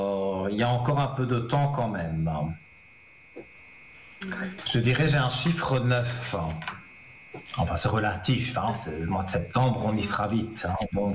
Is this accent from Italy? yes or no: yes; Italy; Ah oui, moi je suis pur italien aussi.